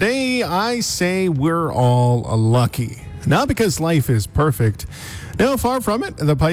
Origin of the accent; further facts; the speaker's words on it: Alberta, Canada; now in West Kootenay, British Columbia, Canada; I grew up in Alberta.